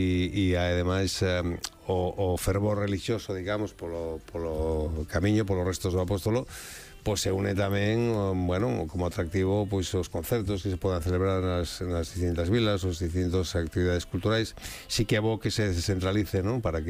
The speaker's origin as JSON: {"language": "Galician", "town": "Vigo", "region": "Galicia", "country": "Spain", "said": "Que che vou dicir eu que son de Vigo."}